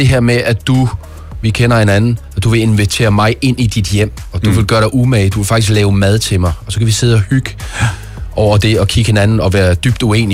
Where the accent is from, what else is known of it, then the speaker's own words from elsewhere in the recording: Central Denmark Region, Denmark; moved away as an adult; now in France; nu er jeg jo fra Midtjylland